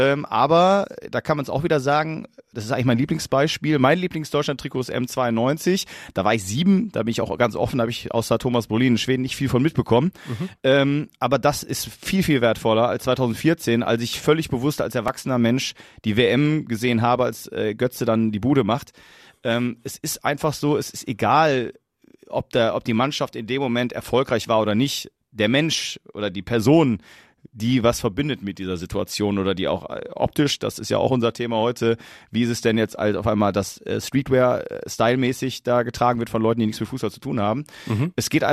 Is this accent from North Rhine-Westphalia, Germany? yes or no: yes; North Rhine-Westphalia, Germany; also ich komme aus der Nähe von Duisburg